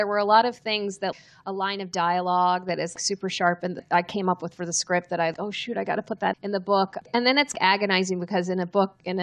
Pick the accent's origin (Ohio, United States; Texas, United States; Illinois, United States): Texas, United States; I'm from Texas.